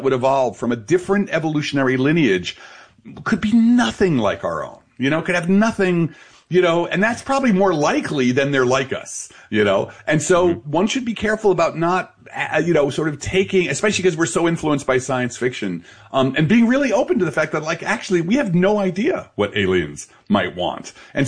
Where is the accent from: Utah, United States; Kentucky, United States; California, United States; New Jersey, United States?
New Jersey, United States; Belleville